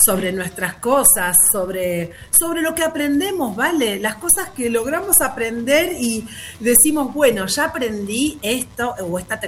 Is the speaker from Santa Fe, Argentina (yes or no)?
yes; Santa Fe, Argentina; No somos nosotros los argentinos, no somos los santafesinos.